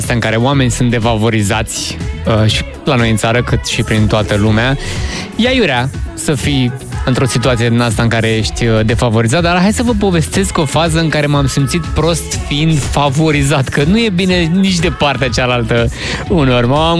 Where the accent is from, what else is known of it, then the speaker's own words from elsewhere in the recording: Romania; sunt român și am și eu beneficii în România